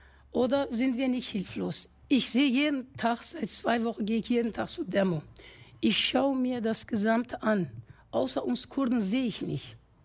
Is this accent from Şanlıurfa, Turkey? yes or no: yes; Suruç, Şanlıurfa, Turkey; now in Germany; aus dem Ort, wo ich herkomme, Suruç. Suruç ist an der Grenze von Kobani, wo wir heute auch Rojava. Direkt da sind die 3, sagen wir, 5-6 Kilometer entfernt.